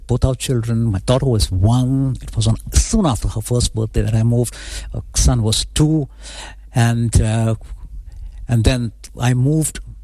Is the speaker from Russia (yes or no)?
no; Goa, India; born there; I was born in Goa, as I said, which is a predominantly Catholic state.